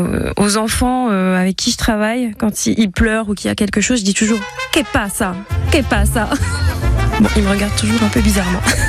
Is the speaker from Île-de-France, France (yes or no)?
no; Saint-Brice-Courcelles, Grand Est, France; Champagne Ardenne. Je sais que je suis de Saint-Brice-Courcelles parce que j'y ai passé toute ma vie, ma plus tendre enfance, au centre social, et je suis même devenue animatrice dans le centre social qui m'a vue grandir.